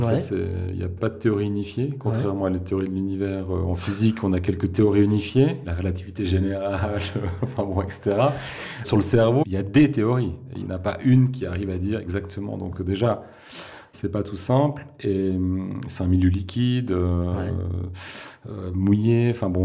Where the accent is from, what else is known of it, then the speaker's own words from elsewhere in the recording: Switzerland; Oui, mais on est suisse et on ne pèse rien.